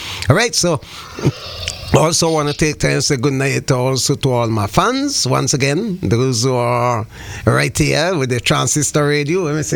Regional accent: St. Vincent & Grenadines; moved away; my hometown, St. Vincent, the Grenadines

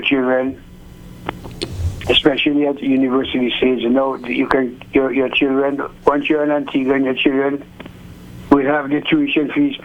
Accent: Bridgetown, Saint Michael, Barbados; also born or lived in Kingston, Jamaica; So I'm not from Oxford, Maxie. I'm from Bridgetown and Kingston.

